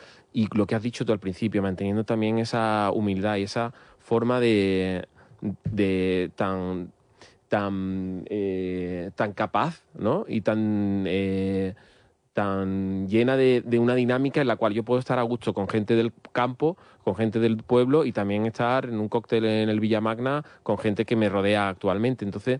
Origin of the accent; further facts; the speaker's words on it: Dos Hermanas, Andalusia, Spain; also born or lived in Seville; Sí, yo me crié en Dos Hermanas, sí.